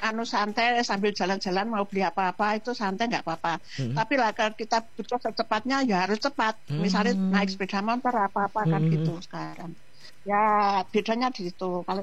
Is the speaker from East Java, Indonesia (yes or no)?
yes; Plaosan, East Java, Indonesia; Di daerah saya di pelausan itu nggak ada telegram, lari ke Magetan.